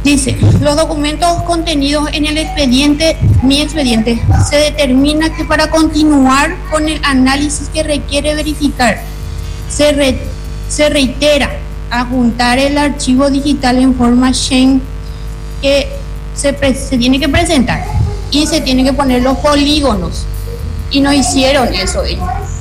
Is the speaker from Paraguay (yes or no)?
yes; Paraguay; como ciudadana paraguaya, pequeña, yo soy nacida y crecida en ese lugar